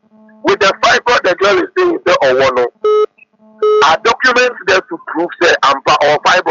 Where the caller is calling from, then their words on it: Madina, Greater Accra, Ghana; I'm calling from Medina.